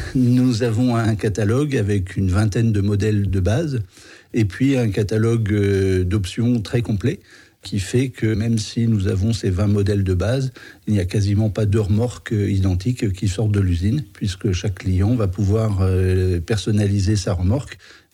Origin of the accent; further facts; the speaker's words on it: Orléans, Centre-Val de Loire, France; born there; now in Mayenne, France; Je suis né à Orléans il y a plus de 50 ans de cela.